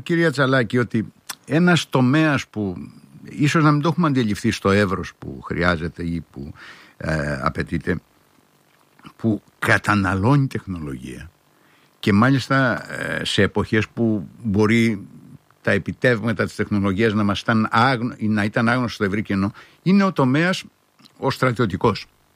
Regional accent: Ierapetra, Crete, Greece; Η δεύτερη ήταν οι αντιδράσεις κάτω στην ιδιαίτερη πατρίδα μου, την, ή μάλλον ένα από τους ιδιαίτερους τόπους της Κρήτης, που μεγάλωσα, την Ιερά Πέτρα

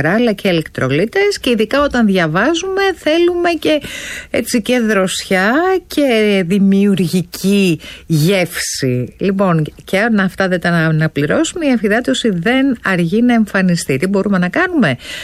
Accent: Serres, Central Macedonia, Greece; Να βάλεις και από τα Σέρας. Εγώ είμαι από τα Σέρας.

